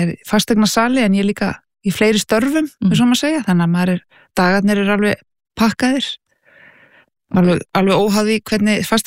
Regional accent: Reykjavík, Capital Region, Iceland; Ég er uppalinn í Bökkunum í Breiðholti, frábær staður.

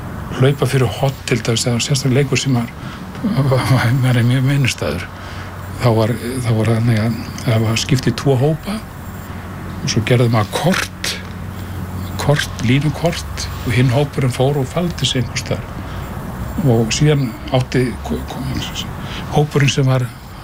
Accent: Reykjavík, Capital Region, Iceland; þessi heimur leikjana sem maður ólst upp í götunum í Reykjavík.

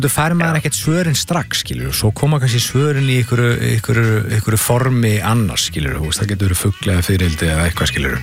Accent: Keflavík, Southern Peninsula, Iceland; Herri, ég er nú alinn upp í Keflavík.

